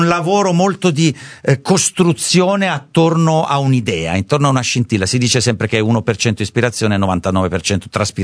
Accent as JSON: {"language": "Italian", "region": "Southern Italy", "country": "Italy"}